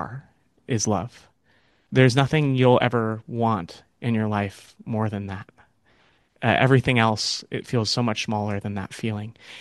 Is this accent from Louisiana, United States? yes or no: no; California, United States; I grew up in the Sierra Nevada mountains of California, and I grew up next to the Yuba River and Lake Tahoe